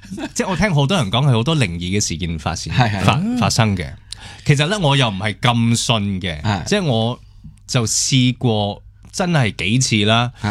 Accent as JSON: {"language": "Cantonese", "country": "Canada", "tie": "born or raised there", "moved": "yes", "said": "加拿大出世，"}